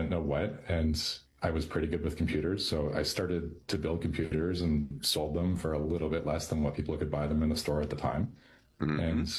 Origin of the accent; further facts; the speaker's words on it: Canada; moved away as an adult; now in United States; I grew up in Canada. I'm the oldest of three, and I moved down to the U.S. when I got married.